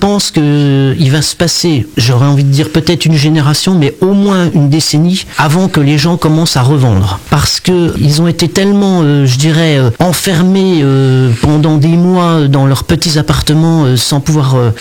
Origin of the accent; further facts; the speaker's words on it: Corbigny, Bourgogne-Franche-Comté, France; Je suis originaire de Corbigny à la base